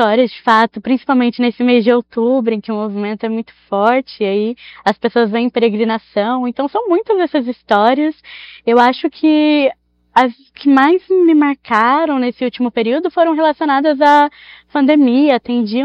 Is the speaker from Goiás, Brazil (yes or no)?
no; Aparecida, São Paulo, Brazil; Eu passei minha vida toda em Aparecida, então eu sempre estive envolvida nessa questão da fé.